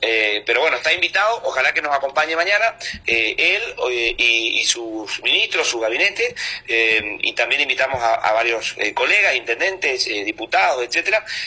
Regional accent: Margarita Belén, Chaco, Argentina; todos somos hijos de Margarita Belén, todos hacemos Margarita Belén

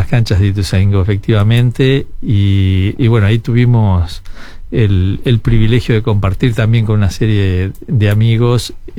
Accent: Punta del Este, Maldonado, Uruguay; also born or lived in Montevideo / Buenos Aires; No nací aquí, nací en Montevideo, pero creo que se puede decir que sí. Fueron unos meses solamente. Y de ahí en adelante transcurrí acá mi infancia en la escuela 5, hice la primaria, secundaria en el Liceo de Maldonado

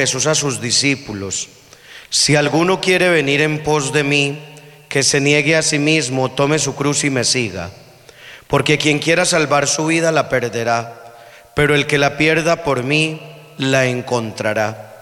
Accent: Colombia; Como colombianos, hacemos un compromiso

